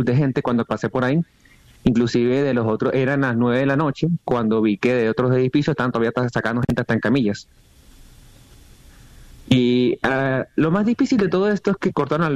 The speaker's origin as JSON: {"language": "Spanish", "country": "Venezuela", "moved": "as an adult", "lives_now": "Caracas, Venezuela", "said": "yo soy de un pueblo que se llama Socopón. Yo no soy de Caracas. Yo vine acá por ejercer mi carrera."}